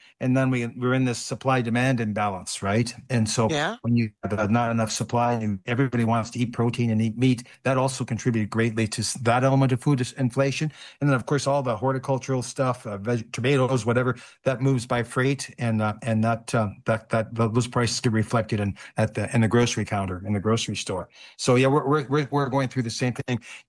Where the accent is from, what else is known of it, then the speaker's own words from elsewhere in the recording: Canada; Oh, I'm very worried. I am, as a Canadian.